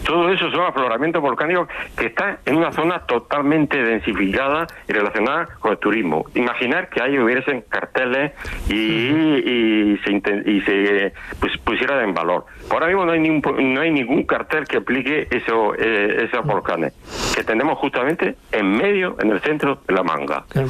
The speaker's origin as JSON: {"language": "Spanish", "town": "Molina de Segura", "region": "Region of Murcia", "country": "Spain", "said": "Tengo el corazón partido. Yo soy de Molina de Segura."}